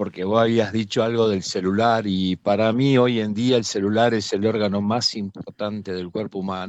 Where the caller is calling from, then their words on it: Córdoba, Argentina; yo te hablo de la ciudad de Córdoba.